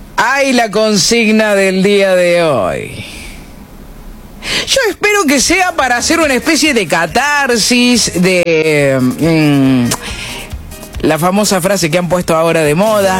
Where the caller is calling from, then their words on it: Benito Juárez, Buenos Aires Province, Argentina; de Benito Juárez, provincia de Buenos Aires.